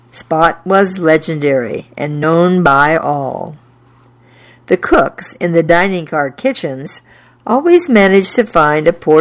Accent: Indiana, United States; I enjoyed reading this story because I was born and raised in Indiana, and I knew all these towns that were written here, and I knew how to pronounce them.

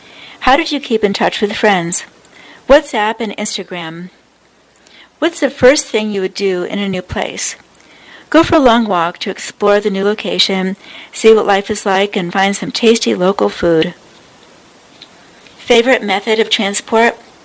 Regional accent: Indiana, United States; born or raised there

